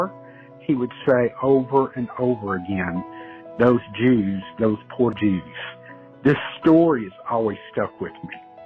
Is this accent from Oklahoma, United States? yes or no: no; Lincoln, Nebraska, United States; I'm from Lincoln, Nebraska.